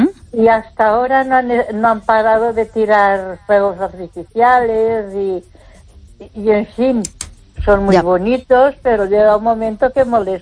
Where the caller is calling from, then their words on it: Ponferrada, Castile and León, Spain; Buenas noches, Esther … de Ponferrada.